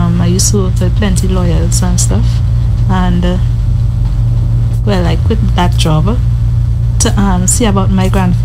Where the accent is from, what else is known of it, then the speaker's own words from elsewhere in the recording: Grenada; now in Trinidad and Tobago; I'm not from Tobago. Mm-hmm. I'm from Grenada. And Grenada don't have pilori.